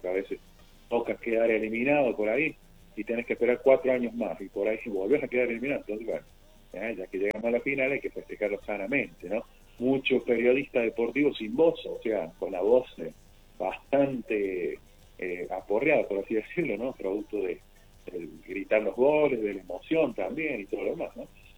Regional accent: Argentina

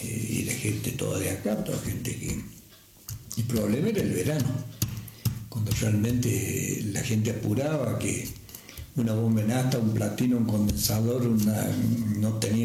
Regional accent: Río Cuarto, Córdoba, Argentina; born there; moved away as an adult; now in El Pacorral, Argentina; 82, tengo 55 en el Bacorral, quiere decir que 27 años de Río Cuarto, de Higuera y Río Cuarto

